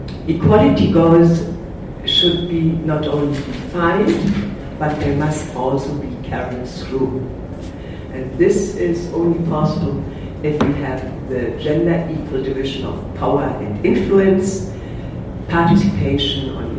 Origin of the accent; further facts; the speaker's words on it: Hamburg, Germany; in my hometown, in Germany, in Hamburg